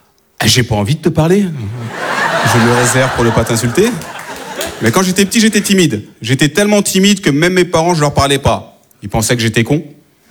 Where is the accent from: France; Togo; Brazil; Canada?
France; born there; je suis pantillais, je suis d'origine malienne. Elle me dit, c'est bizarre parce que vous parlez bien français. J'ai dit, madame, si je parle bien français, c'est peut-être parce que je suis né en France